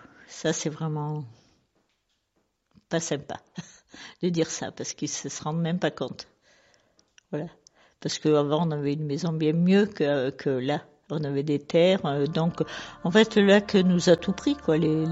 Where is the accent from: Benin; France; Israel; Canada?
France; Savines-le-Lac, Provence-Alpes-Côte d'Azur; born or raised there